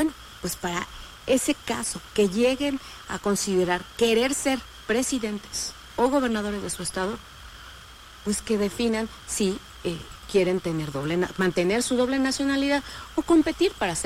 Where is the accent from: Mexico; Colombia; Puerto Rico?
Mexico; no es válido que como mexicanos y mexicanas exijamos una persona que no tenga vínculos con dos países al mismo tiempo.